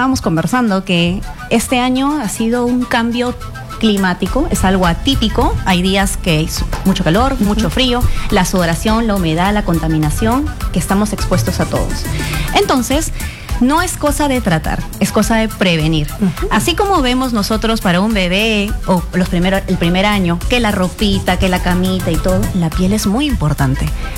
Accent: Chiclayo, Lambayeque, Peru; moved away; yo soy de Chiclayo.

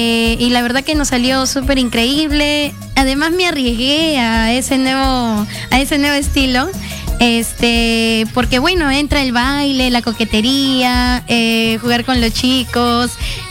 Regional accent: Lima, Peru; Soy de Lima, por parte de mis padres, de mis abuelos, por parte de mamá, son del Cusco, y wow, por parte de mi papá, mis abuelos son de Huaray.

